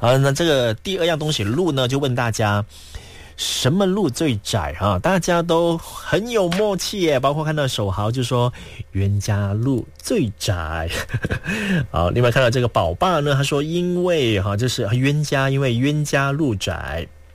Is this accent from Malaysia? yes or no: yes; Malaysia